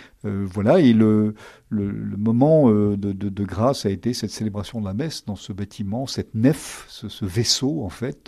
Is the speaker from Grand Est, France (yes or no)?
no; Perpignan, Occitanie, France; born there; je suis né à Perpignan, donc en Catalogne française.